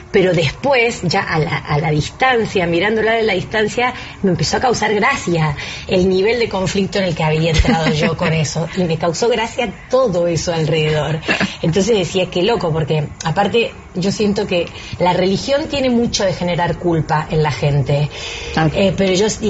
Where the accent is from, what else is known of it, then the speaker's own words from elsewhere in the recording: Argentina; sobre todo siendo argentino